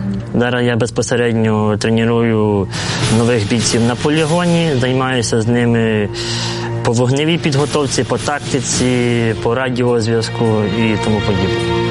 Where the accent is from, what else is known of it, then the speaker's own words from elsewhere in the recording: Sambir, Lviv Oblast, Ukraine; Родом я з Львівської області, з міста Самбір.